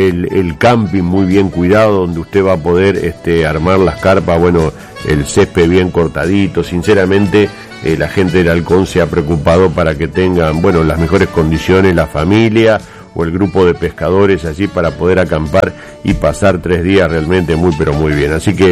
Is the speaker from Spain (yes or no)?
no; Santa Fe, Argentina; nosotros como santafesinos